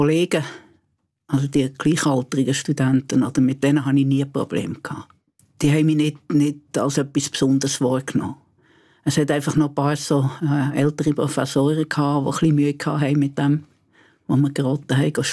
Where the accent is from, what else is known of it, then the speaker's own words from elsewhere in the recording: Solothurn, Switzerland; Ich bin zwar nicht Berner, ich bin Solothurner